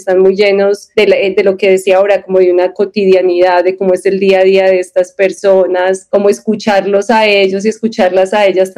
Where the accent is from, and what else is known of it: Colombia